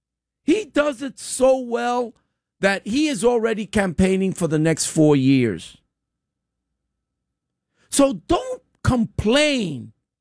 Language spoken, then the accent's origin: English; United States; we have as American citizens and as Americans